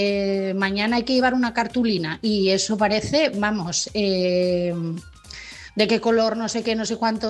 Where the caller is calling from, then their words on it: Asturias, Spain; de Asturias